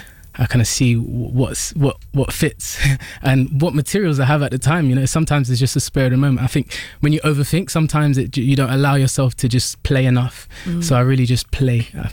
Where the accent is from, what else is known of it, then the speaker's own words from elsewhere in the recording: United Kingdom; Being British for me is like you're part of such a large melting pot